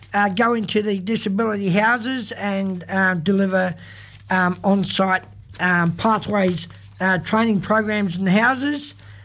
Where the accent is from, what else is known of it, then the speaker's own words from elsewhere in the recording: Alice Springs, Northern Territory, Australia; we are Australian, we call Australia home, and that's Alice Springs is home here in Australia.